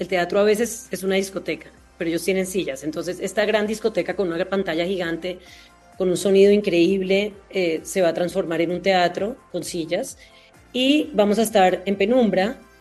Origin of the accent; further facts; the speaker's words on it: Colombia; Yo soy muy orgullosa. Yo soy colombiana.